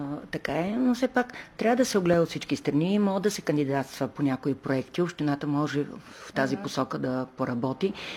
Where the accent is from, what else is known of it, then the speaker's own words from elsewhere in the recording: Kardzhali, Kardzhali Province, Bulgaria; Аз съм си от Кърджали, моите корени са от тук.